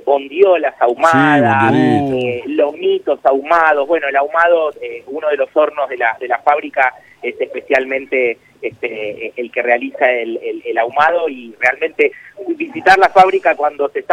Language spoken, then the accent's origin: Spanish; Azul, Buenos Aires Province, Argentina; moved away as an adult; now in Tandil, Argentina; soy nacido en Azul, le mando un beso muy, pero muy grande a todos mis coterráneos. Ya hace 10 años que estoy viviendo en Tandil, pero bueno, uno siempre vuelve a la ciudad donde lo vieron crecer